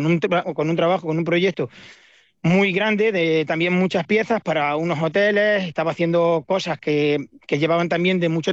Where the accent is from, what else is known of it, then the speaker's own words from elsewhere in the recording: Puente del Arzobispo, Castilla-La Mancha, Spain; Y ahí sí que entra todo mi pueblo. Yo soy nacido y criado en Puente del Arzobispo, no me quería mover de ahí.